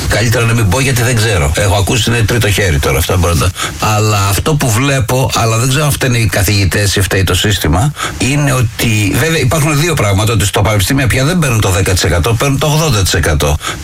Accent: Pylos, Peloponnese, Greece; moved away

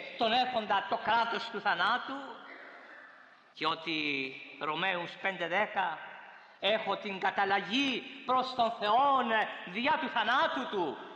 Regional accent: Corfu, Ionian Islands, Greece; moved away; στο νησί μου στη Γέρκυρα

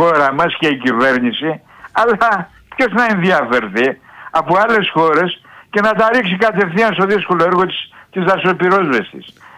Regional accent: Platamonas, Central Macedonia, Greece; από τον Πλαταμόνα, φίλε, τι κάνει.

